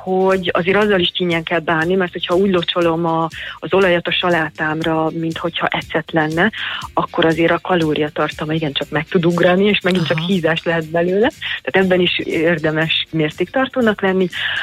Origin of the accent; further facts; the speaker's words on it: Hungary; Tehát, hogyha én magyarként így kezdeném a reggelit, és úgy folytatnám, hogy Magyarországon megszoktam